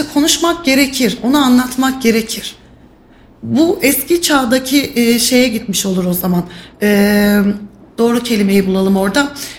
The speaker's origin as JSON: {"language": "Turkish", "region": "Kayseri", "country": "Turkey", "tie": "born or raised there", "said": "Yeni evliyim. Ben de Kayseri'nin yerlisiyim. Eşim de Kayseri'nin yerlisi."}